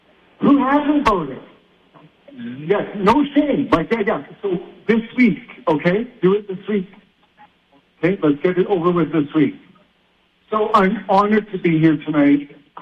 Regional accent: Calgary, Alberta, Canada; I grew up in Calgary, although my parents are from Lethbridge.

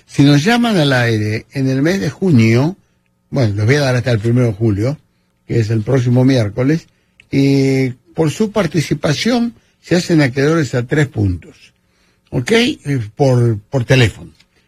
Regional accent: Argentina; Yo como argentino estoy celebrando, maravilloso

